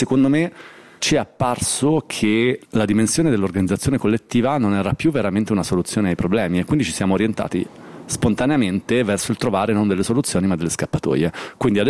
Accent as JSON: {"language": "Italian", "town": "Milan", "region": "Lombardy", "country": "Italy", "tie": "born or raised there", "said": "io sono cresciuto a Milano in la stagione in cui gli spazi di alternativa sociale, che fossero occupati, autogestiti, di ogni tipo, erano tantissimi"}